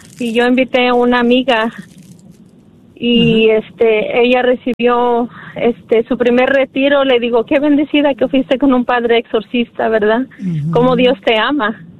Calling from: Mesquite, Texas, United States; de Mesquite, de Mesquite.

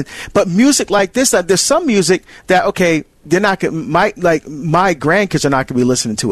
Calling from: Texas, United States; I'm listening from Texas on 106.

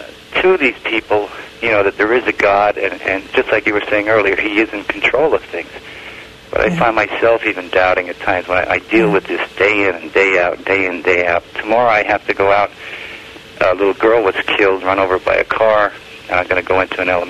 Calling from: Ringtown, Pennsylvania, United States; Pennsylvania, Ringtown, Pennsylvania.

